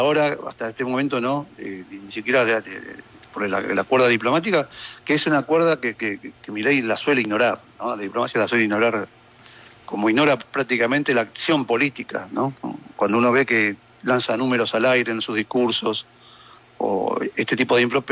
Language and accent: Spanish; Argentina